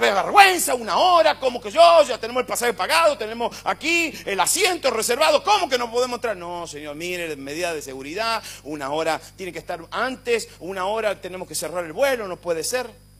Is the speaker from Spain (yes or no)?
no; Argentina